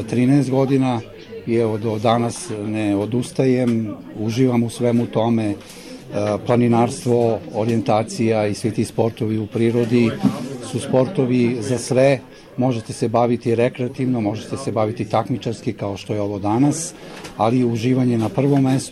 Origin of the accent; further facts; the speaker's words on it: Smederevska Palanka, Podunavlje District, Serbia; Dolazim iz Smederevske Palanke